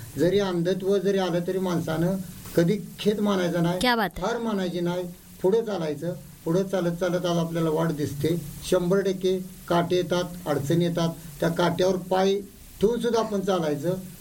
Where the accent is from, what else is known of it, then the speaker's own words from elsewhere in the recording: Karad, Maharashtra, India; कारण मी माझं गाव कराड आणि आमच्या कराड मधून एक शिक्षक ते जळगावला होते